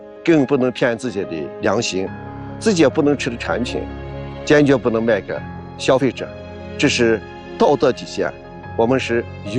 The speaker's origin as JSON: {"language": "Chinese", "town": "Zhongning", "region": "Ningxia", "country": "China", "tie": "born or raised there", "said": "宁夏中宁人，我的老家呢是宁夏枸杞的核心产区周塔乡，我们世代种枸杞，子承父业，代代相传"}